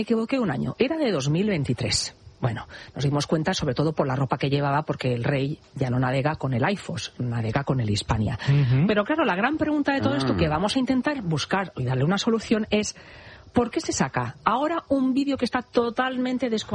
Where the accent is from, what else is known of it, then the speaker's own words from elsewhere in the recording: Balearic Islands, Spain; soy mallorquina, sí